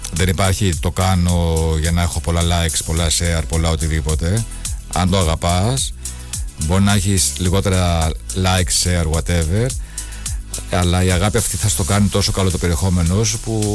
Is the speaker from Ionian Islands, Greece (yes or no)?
yes; Ionian Islands, Greece; Κεφαλονιά.